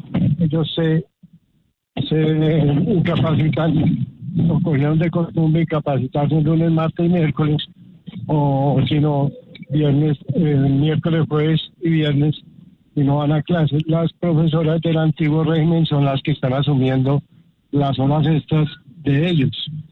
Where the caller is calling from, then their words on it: Bogotá, Colombia; Buenos días, desde Bogotá.